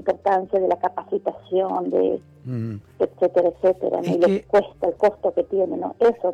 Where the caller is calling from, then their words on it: Argentina; de Lago Mercino